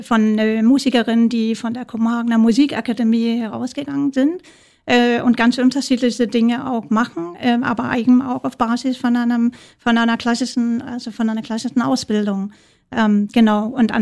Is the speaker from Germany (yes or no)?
no; Denmark; German is a second language; Gut, dann, man könnte sagen, als Dänin müsste ich unbedingt den dänischen Act nennen